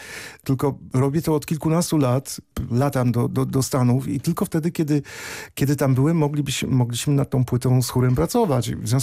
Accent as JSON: {"language": "Polish", "town": "Kalisz", "region": "Greater Poland Voivodeship", "country": "Poland", "tie": "born or raised there", "said": "do mojego ogrodu pod rodzinnym Kaliszem"}